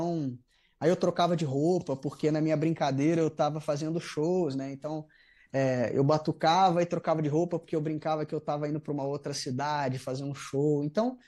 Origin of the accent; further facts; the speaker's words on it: Muzambinho, Minas Gerais, Brazil; moved away as an adult; also born or lived in Rio de Janeiro; assim que eu fui morar no Rio de Janeiro, né? Porque eu saí da minha cidadezinha de Muzambinho com 18 anos e fui morar no Rio